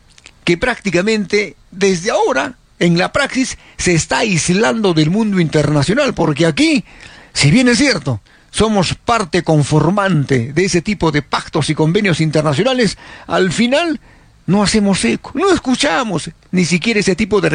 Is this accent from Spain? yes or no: no; Peru; Esos somos pues los peruanos.